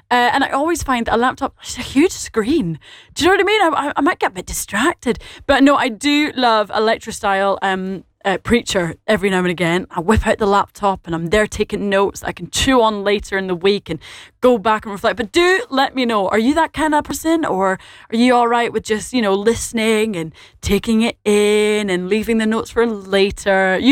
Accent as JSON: {"language": "English", "region": "Scotland", "country": "United Kingdom", "accent": "very Scottish", "said": "with my very Scottish accent"}